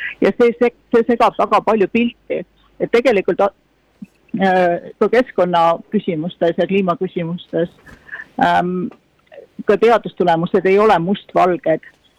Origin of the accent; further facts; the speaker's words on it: Saare County, Estonia; now in Cambridge, United Kingdom; No Saaremaa on kodusaar. Ma sündisin Saaremaal, kesed Saaremaad